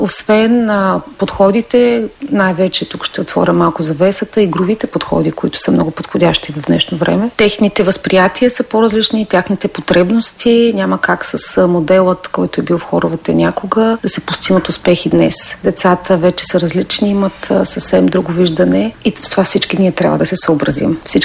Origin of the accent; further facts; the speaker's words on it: Gorna Oryahovitsa, Veliko Tarnovo Province, Bulgaria; moved away as an adult; now in Veliko Tarnovo, Bulgaria; Моят път започна в родния ми град Горна Оряховица, в читалище Напредък там и втора година вече се преместих в читалище Искра, Велико Търново